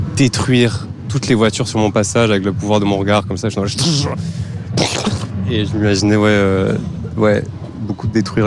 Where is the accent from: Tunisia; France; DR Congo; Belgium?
Belgium; Ottignies, Wallonia; Moi, j'ai pas grandi à Bruxelles. J'ai grandi à Otigny.